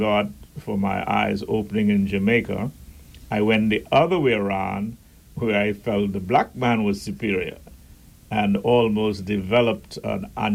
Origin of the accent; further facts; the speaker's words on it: Middle Caicos, Turks & Caicos Islands; as a little boy growing up in Middle Caicos